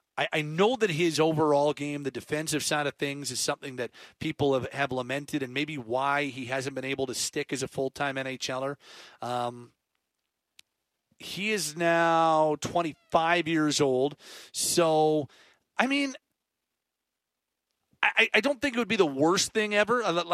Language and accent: English; Calgary, Alberta, Canada; I was born and raised in Calgary, so the Flames will always be number one in my heart